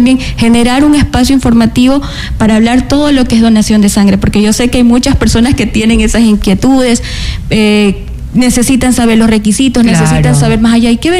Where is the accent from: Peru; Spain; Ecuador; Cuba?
Ecuador; Salinas, Santa Elena; yo no pertenezco a Santa Elena, soy de Salinas